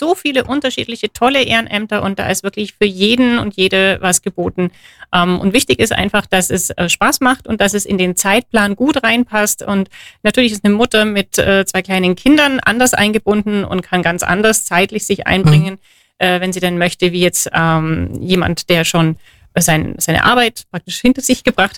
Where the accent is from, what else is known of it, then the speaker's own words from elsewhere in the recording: Memmingen, Bavaria, Germany; dass ich dann mit dem Konzept wieder zurück nach Memmingen gekommen bin, ja, meine Heimatstadt